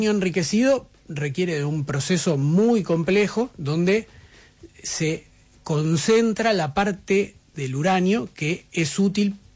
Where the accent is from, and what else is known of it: Argentina